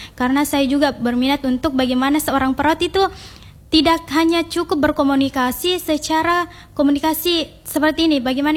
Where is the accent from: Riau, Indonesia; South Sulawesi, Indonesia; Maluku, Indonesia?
South Sulawesi, Indonesia; Saya berasal dari Kabupaten Jeneponto.